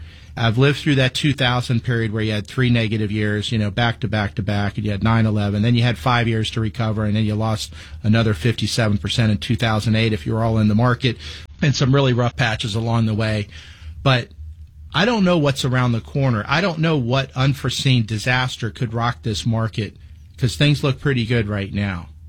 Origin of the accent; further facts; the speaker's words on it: Palm Beach Gardens, Florida, United States; I grew up in Palm Beach Gardens, Florida.